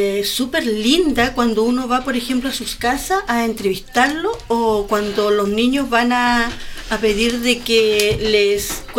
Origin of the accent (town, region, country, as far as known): Melinka, Aysén, Chile